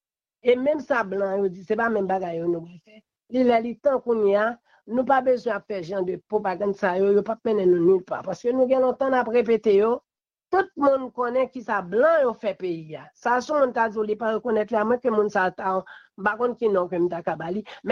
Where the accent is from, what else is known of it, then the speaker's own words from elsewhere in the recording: Haiti; Je ne crois pas que c'est seul président Aristide, en tant que haïtien seulement, que nous gagnons.